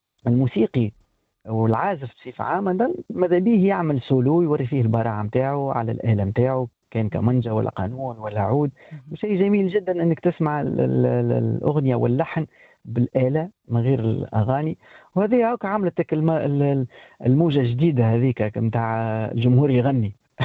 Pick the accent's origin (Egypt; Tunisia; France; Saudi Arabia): Tunisia; عندنا في تونس